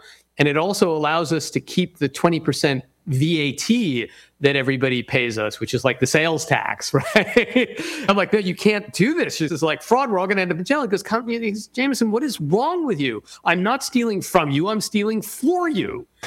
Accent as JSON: {"language": "English", "country": "United States", "said": "I'm an American."}